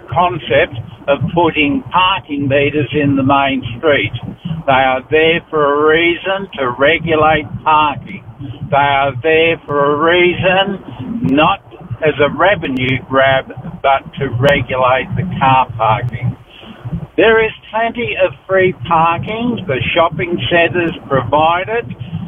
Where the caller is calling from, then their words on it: Manila, New South Wales, Australia; I'm driving along from Manila into town, listening to the comments about parking in our wonderful city called Tamworth.